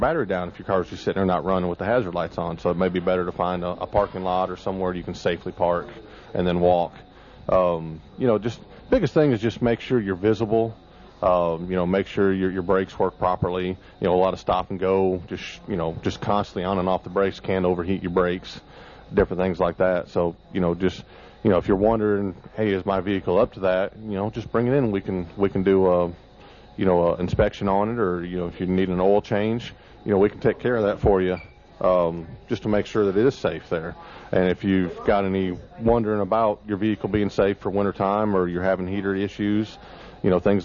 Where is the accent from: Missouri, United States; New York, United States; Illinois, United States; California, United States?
Illinois, United States; moved away; I grew up in Illinois